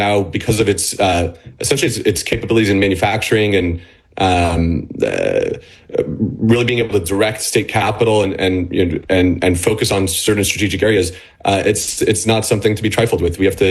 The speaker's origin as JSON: {"language": "English", "country": "United States", "said": "Well, you know, me personally, I'm an American, and so we, you know, my firm is investing along what we could describe as the U.S.-Israel corridor."}